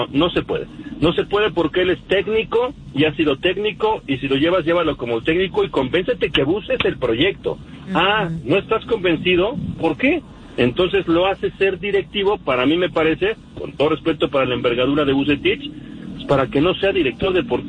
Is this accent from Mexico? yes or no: yes; Monterrey, Nuevo León, Mexico